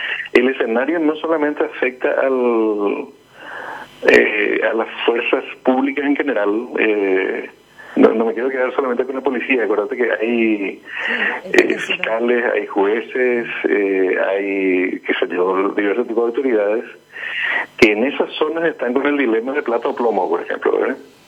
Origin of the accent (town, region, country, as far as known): Paraguay